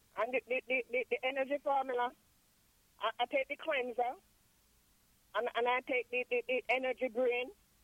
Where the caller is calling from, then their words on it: Hollywood, Florida, United States; I'm calling from Florida.